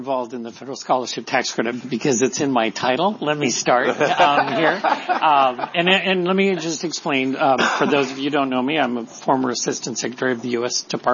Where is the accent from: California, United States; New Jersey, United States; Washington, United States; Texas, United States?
California, United States; We're no longer relying on I'm a Californian. I've personally been on the ground working in Oakland for 20 years